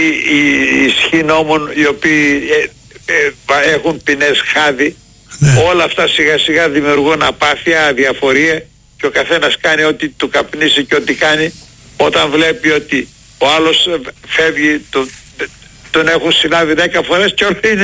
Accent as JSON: {"language": "Greek", "country": "Greece", "said": "Μιλάει λίγο και το ένστικτό μας της παρανομίας σαν Έλληνες."}